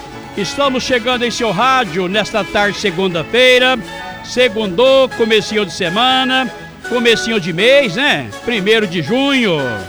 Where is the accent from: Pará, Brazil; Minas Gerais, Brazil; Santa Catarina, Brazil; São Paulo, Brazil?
Minas Gerais, Brazil; Tupaciguara; hoje é o aniversário da minha cidade natal, né? Hoje Tupaciguara está completando mais um ano de emancipação política.